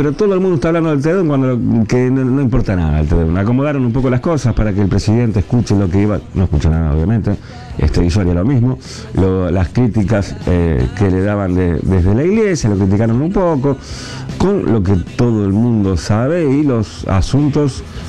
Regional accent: Argentina; vamos a dejar de agredirnos como argentinos para tener un país más humanizado

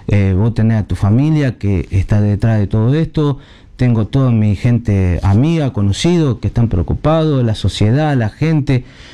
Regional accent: Casilda, Santa Fe, Argentina; Y yo he caminado por esta ciudad desde que nací. Yo nací acá en Casilda

